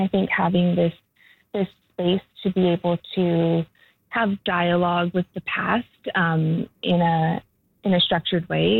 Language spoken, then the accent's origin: English; Vancouver, British Columbia, Canada; We're from Vancouver and we're all used to it.